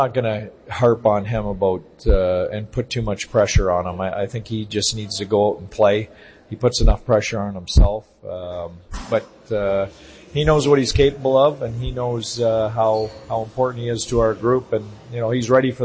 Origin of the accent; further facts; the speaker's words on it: Ontario, Canada; moved away; I grew up in Ontario, Canada.